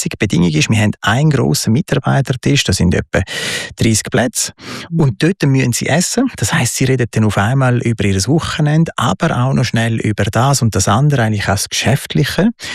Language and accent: German; Italy; also born or lived in Uster, Switzerland; Und somit bin ich halt zwungenermaßen in Italien aufgewachsen. Und das ist der italienische Einschlag